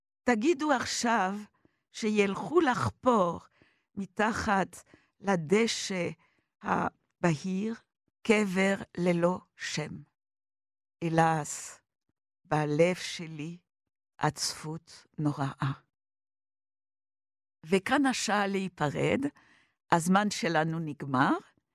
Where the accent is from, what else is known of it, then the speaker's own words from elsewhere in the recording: France; now in Jerusalem, Israel; שזה יום החג הלאומי של צרפת, ארץ מולדתי, מכורתי, מאוד אהבתי. לחיות בצרפת, אבל הרבה יותר מזה 50 שנה בירושלים כישראלית.